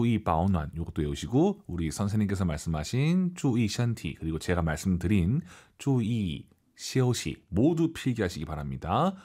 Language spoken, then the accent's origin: Korean; South Korea; 우리 한국인 입장에서는 이거를 주의하다라 외우면은 휴식에 주의하다 말이 이상해요.